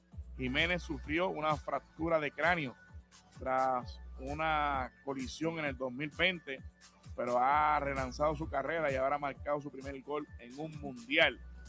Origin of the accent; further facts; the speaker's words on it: Puerto Rico; Ese es el básquetbol puertorriqueño.